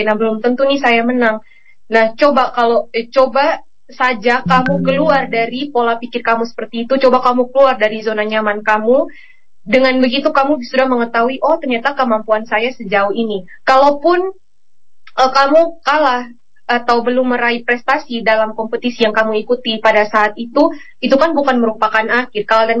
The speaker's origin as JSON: {"language": "Indonesian", "region": "East Nusa Tenggara", "country": "Indonesia", "said": "kan banyak orang yang berpikir kalau misalkan kita orang NTT dibandingkan dengan orang-orang di luar NTT"}